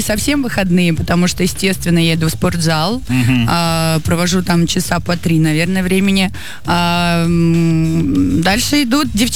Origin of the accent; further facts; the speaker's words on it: Saint Petersburg, Russia; born or raised there